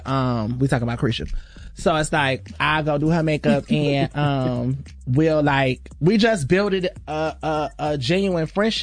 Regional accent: Florida, United States; born or raised there

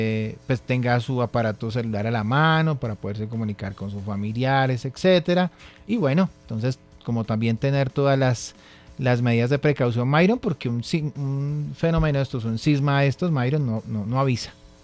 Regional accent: Colombia; nosotros como colombianos

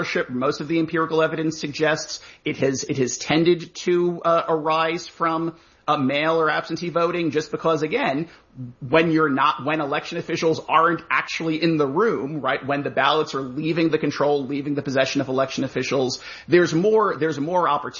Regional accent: Florida, United States; Obviously, I'm from Florida.

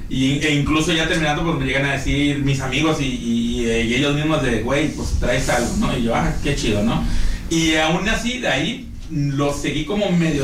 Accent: Puerto Vallarta, Jalisco, Mexico; Yo crecí en La Aurora.

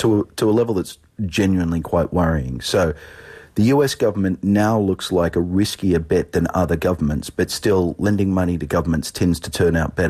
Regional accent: Australia; a more functional democracy like my home country of Australia

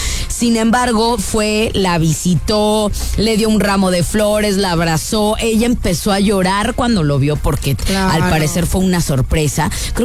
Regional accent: Guadalajara, Jalisco, Mexico; ellas muchísimos años vivieron en Guadalajara, de donde somos originarias estas tapatías importadas.

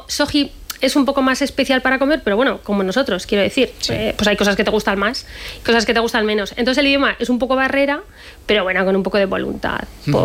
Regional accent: Aragon, Spain; moved away as an adult; now in Logroño, Spain; nosotros vivimos desde hace 18 años aquí, en Logroño, pero somos maños.

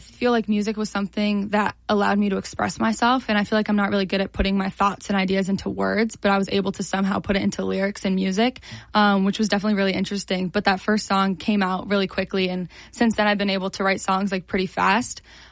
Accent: Vienna, Virginia, United States; moved away as an adult; now in Columbus, United States; I'm originally from Vienna, Virginia, which is like a small suburb right outside of D.C.

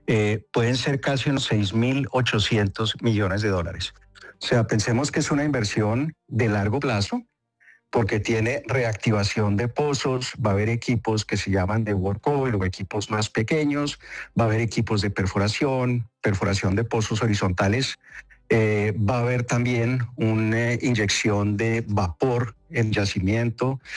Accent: Colombia; que tanta falta nos está haciendo ahora como colombianos.

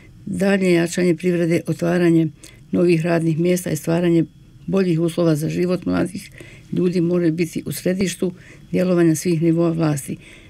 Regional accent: Tuzla, Tuzla Canton, Bosnia & Herzegovina; vodim vas u moj rodni grad, grad uglja i soli, koji sve dobre ljude voli. Jedino slano jezero u Evropi smješteno u centru Tuzle

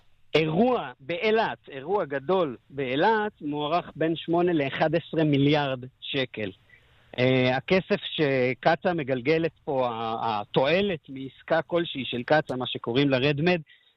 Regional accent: Eilat, Southern District, Israel; אני בתור אילתי

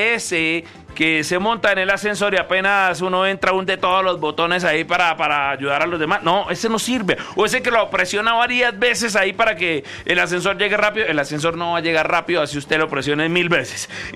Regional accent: Colombia; orgullosos de ser colombianos.

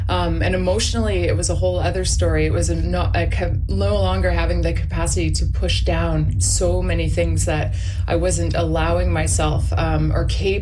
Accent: Winnipeg, Manitoba, Canada; moved away; My roots are forever planted in prairie soil and my hometown of Winnipeg.

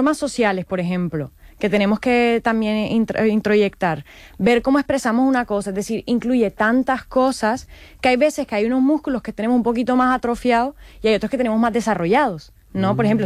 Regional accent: Caribbean Region, Colombia; Yo vengo de la Andalucía de Colombia, ¿vale? De la costa del Caribe colombiano

